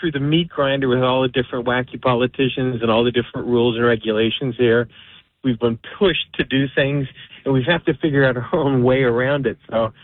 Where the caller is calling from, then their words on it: New Jersey, United States; I'll give you Jersey attitude.